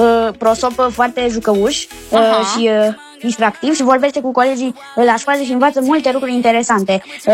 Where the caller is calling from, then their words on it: Bucharest, Romania; din București.